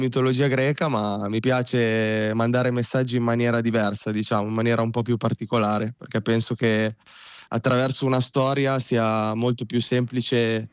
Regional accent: Parma, Emilia-Romagna, Italy; now in Lille, France; io sono nato e cresciuto a Parma

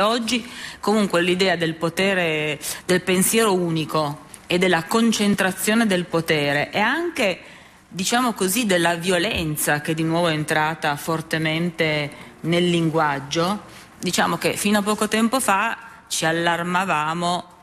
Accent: Turin, Piedmont, Italy; io sono di Torino, quindi stiamo parlando del Piemonte, che ha moltissimi comuni

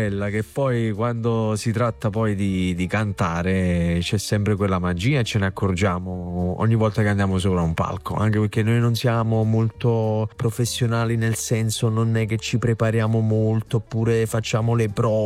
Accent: Naples, Campania, Italy; quando abbiamo detto che siamo napoletani, secondo te che cosa hanno detto come prima cosa?

